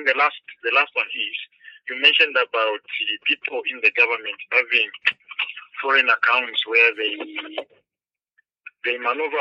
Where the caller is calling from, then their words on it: Kitwe, Copperbelt, Zambia; I'm calling from Copperbelt, Kitwe.